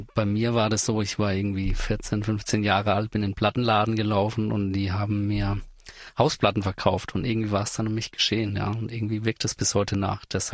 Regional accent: Bavaria, Germany; Ich bin in Franken aufgewachsen.

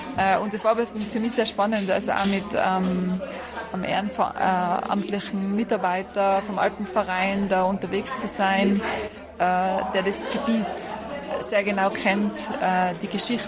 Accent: Tyrol, Austria; Also ich bin zum Beispiel in Tirol aufgewachsen und war noch nie auf einem Gletscher.

